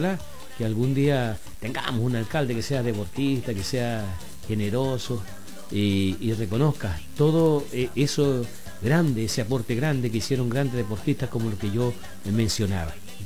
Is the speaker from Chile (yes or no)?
yes; Chile